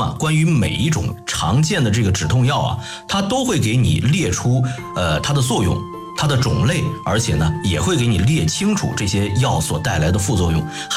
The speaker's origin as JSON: {"language": "Chinese", "country": "China", "said": "哎，忍受痛苦难道不是我们中国人的一贯这个习惯吗？"}